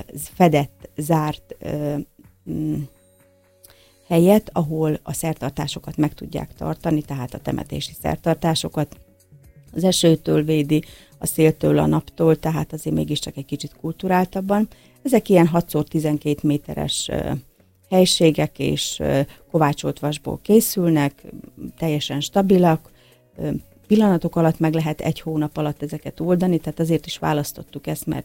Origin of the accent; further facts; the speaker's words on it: Astei, Zakarpattia Oblast, Ukraine; Én több mint 30 éve vagyok asztélyi lakos